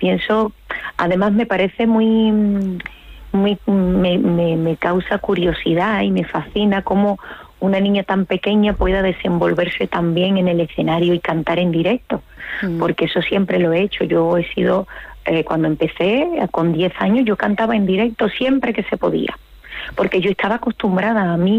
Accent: Spain; lo mucho que me queréis, tanto fuera de España como en mi tierra, ¿no?

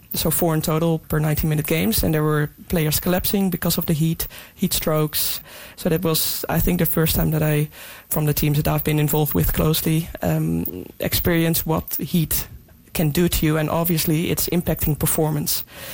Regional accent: Netherlands; born or raised there

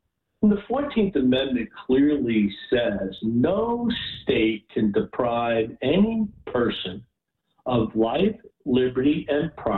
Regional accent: Bergenfield, New Jersey, United States; Well, I grew up in Bergenfield.

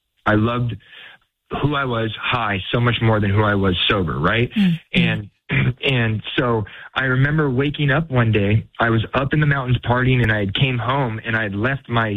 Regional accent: Oregon, United States; now in Portland, United States; I'm not originally from Portland. I'm from Southern Oregon, a really small town in Southern Oregon.

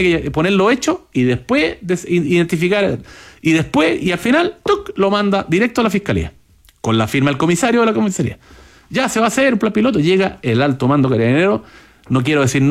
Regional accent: Chile; aquí somos estúpidos los chilenos

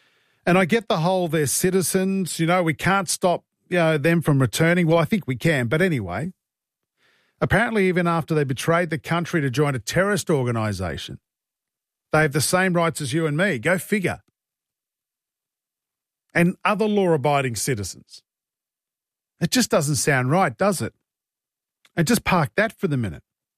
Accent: Australia; I'm an Aussie citizen.

